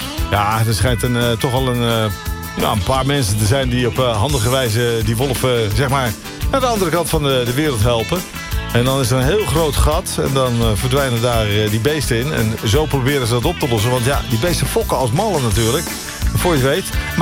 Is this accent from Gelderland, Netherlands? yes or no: yes; Gelderland, Netherlands; Die allemaal aan het genieten waren van bij ons op de Veluwe.